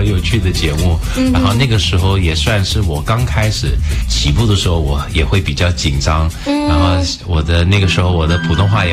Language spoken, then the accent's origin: Chinese; Canada; Chinese is a second language; 但是你也知道，小孩子在加拿大长大的时候，他可能没有那么多机会自己用，或者他会比较喜欢用英文、英语跟他朋友沟通